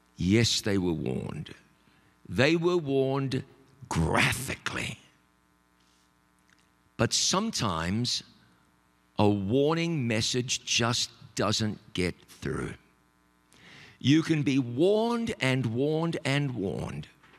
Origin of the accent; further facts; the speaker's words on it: New Zealand; moved away; my home country of New Zealand